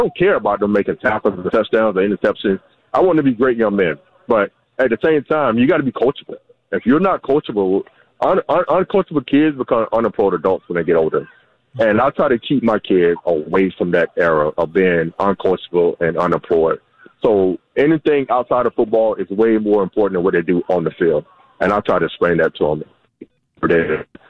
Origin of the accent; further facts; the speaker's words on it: Scottdale, Georgia, United States; I grew up in Scottsdale, Georgia, which, you know, Clarkson was like pretty much right up the street from Scottsdale.